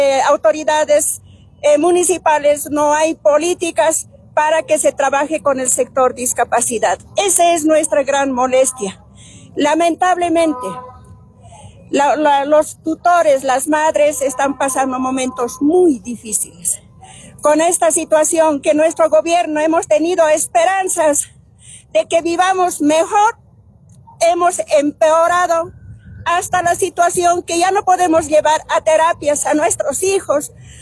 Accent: Bolivia; now in El Alto, Bolivia; también nosotros somos bolivianos y tenemos derechos.

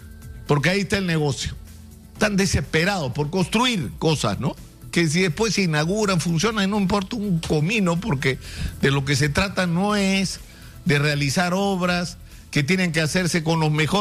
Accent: Peru

